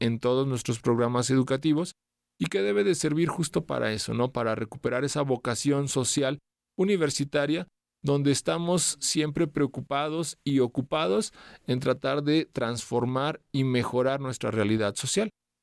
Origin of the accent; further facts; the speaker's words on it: Zacatecas, Mexico; soy historiador, soy zacatecano.